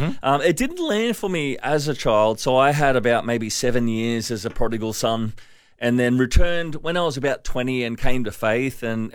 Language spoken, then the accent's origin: English; Brisbane, Queensland, Australia; also born or lived in Darwin / Whitsundays / Melbourne; now in Gold Coast, Australia; Yes, I was born in Darwin, so I love the heat. Grew up in Brisbane and, you know, bounced around a little bit, moved to the Whitsundays for a little while and down to Melbourne, mm-hmm. but essentially now just planted on the Gold Coast.